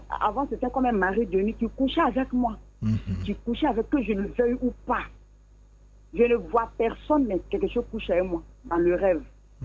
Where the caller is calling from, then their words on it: Abidjan, Côte d’Ivoire; J'appelle d'Abidjan.